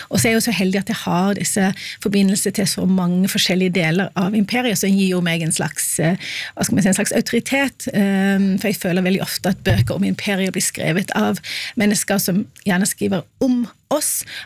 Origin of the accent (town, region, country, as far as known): Oslo, Norway